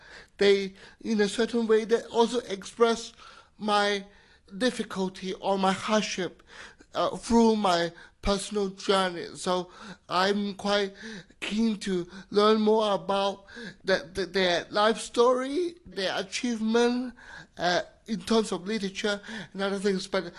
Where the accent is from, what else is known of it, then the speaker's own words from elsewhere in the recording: Hong Kong; English is a second language; I think I'm quite a typical child in Hong Kong. Nothing really special, regardless of my physical limitation.